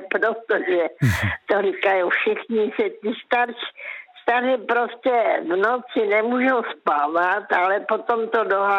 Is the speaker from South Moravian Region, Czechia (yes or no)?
no; Karolinka, Zlín Region, Czechia; já pocházím z Karolinky a jela jsem do Velkých Karlovic